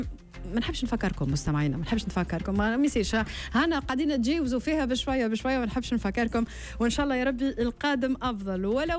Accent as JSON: {"language": "Arabic", "country": "Tunisia"}